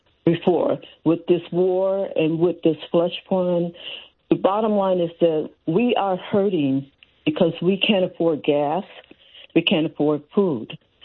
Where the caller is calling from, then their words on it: Indiana, United States; I'm from Indiana.